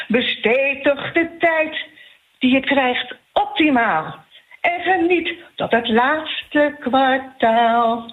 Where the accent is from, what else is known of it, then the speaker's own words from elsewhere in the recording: North Holland, Netherlands; Je weet, ik kom zelf ook uit de Zaanstreek. En daar hebben we toch een beetje een band.